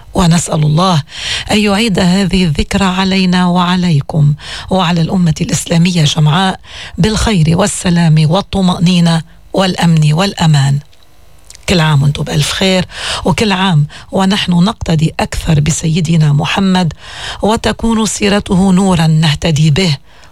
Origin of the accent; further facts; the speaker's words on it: Lebanon; من بلدنا لبنان